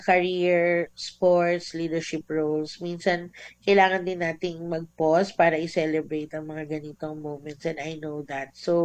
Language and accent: Tagalog; Cordillera Administrative Region, Philippines; So, I'm from Ifugao.